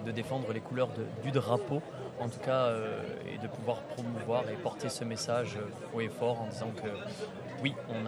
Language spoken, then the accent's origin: French; Saint-Affrique, Occitanie, France; Et pour ma part, je suis du sud d'Aveyron puisque je suis de Sainte-Afrique.